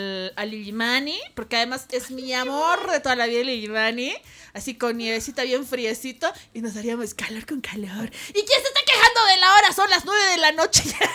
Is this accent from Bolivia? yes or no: yes; La Paz, Bolivia; soy colla, soy paseñísima de la vida